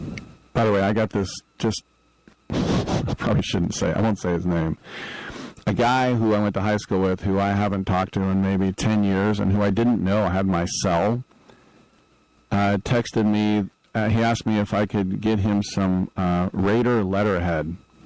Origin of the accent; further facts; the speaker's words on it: United States; the World Cup is in my home country